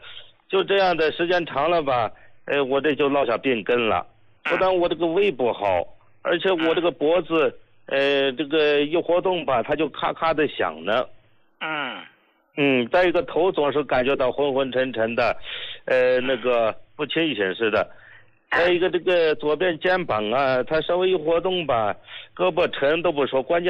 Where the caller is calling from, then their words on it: Shandong, China; 我家是山东的